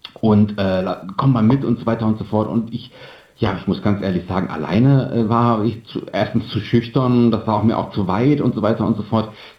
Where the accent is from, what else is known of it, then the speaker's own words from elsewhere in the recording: Mönchengladbach, North Rhine-Westphalia, Germany; denn ich komme aus Mönchengladbach